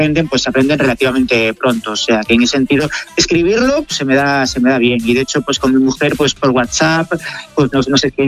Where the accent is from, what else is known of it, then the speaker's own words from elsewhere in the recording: Galicia, Spain; Yo soy gallego, pero trabajaba en Granada.